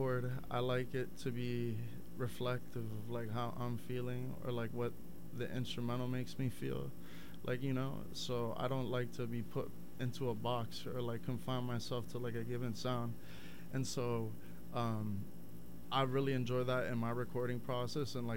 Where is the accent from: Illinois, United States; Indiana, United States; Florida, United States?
Florida, United States; Miami; moved away as an adult; also born or lived in Austin, Texas / St. Louis, Missouri; now in Portland, United States; So I'm born and raised in Miami, Florida. I'm a Miami boy till I die. I moved out to Portland like 2.5, roughly like 3 years ago. I was living in Austin, Texas before that, too.